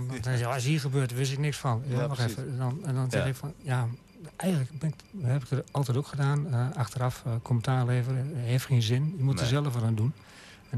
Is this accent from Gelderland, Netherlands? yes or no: yes; Heerde, Gelderland, Netherlands; geboren en getogen in Heerde, 59 jaar geleden.